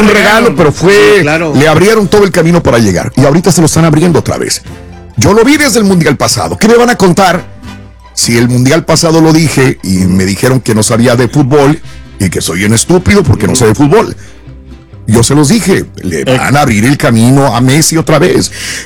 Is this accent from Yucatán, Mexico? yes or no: no; Nuevo León, Mexico; Yo como la regia, ya se me acabó el mundial desde que se fue Colombia y Argentina.